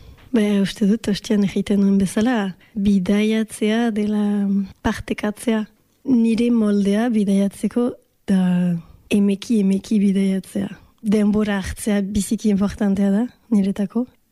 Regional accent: Bayonne, Nouvelle-Aquitaine, France; moved away as an adult; also born or lived in United States / Bordeaux / New Zealand; Baionan sortu nintzen eta ugoi urte arte Baionan bizi nintzen.

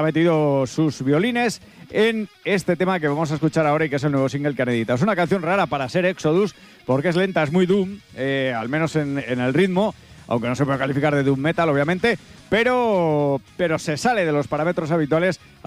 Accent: Lerín, Navarre, Spain; soy de Lerín

